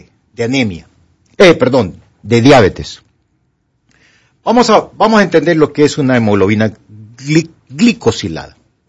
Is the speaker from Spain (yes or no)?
no; Honduras